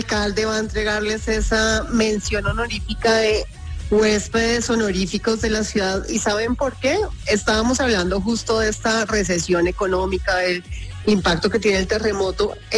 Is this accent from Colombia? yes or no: yes; Bogotá, Bogotá Capital District, Colombia; creo que ya todos los bogotanos somos parte del Army.